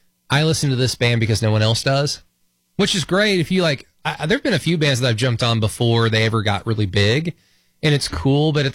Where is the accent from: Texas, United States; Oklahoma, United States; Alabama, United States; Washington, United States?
Oklahoma, United States; But I always just kind of was under the assumption, oh, I'm from Oklahoma. There must be like, I must have some Native American DNA.